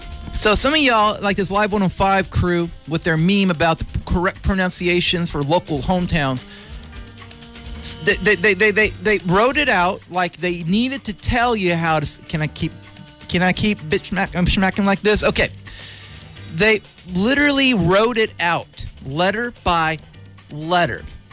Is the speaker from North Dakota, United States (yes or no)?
no; California, United States; We're from the San Pablo Bay.